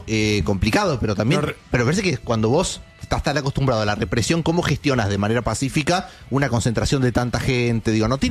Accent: Córdoba, Argentina; Como cordobés les digo

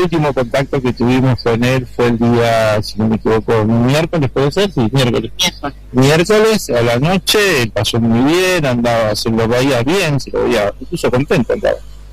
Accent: Neuquén, Argentina; él estaba viviendo en Cipolletti, nosotros somos de acá de Nuque

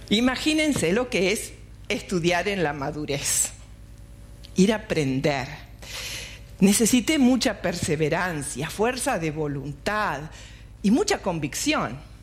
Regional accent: Bariloche, Río Negro, Argentina; also born or lived in Buenos Aires; yo nací en Bariloche, hice mi escuela primaria acá, secundario también. La universidad, en realidad fui a estudiar profesorado de educación física, lo hice en Buenos Aires, volví

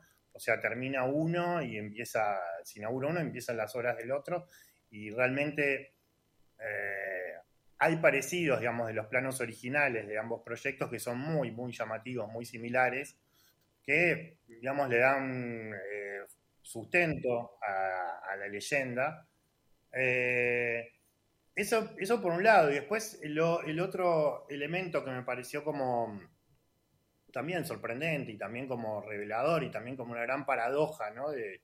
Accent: Argentina; No, yo soy de Buenos Aires

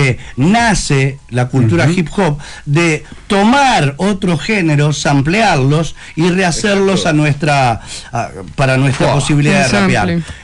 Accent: Uruguay; now in Buenos Aires, Argentina; Yo soy uruguayo, todos lo saben.

